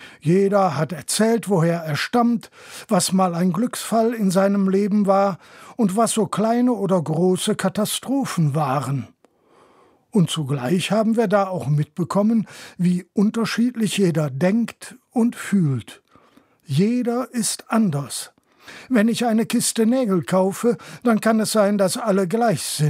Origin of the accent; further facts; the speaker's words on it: Rhineland, Germany; Ich bin im Rheinland aufgewachsen